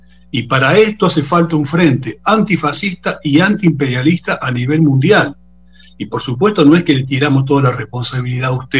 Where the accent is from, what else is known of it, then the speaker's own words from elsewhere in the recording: Argentina; nosotros somos marxistas, leninistas, argentinos, sanmartinianos, latinoamericanos y caribeños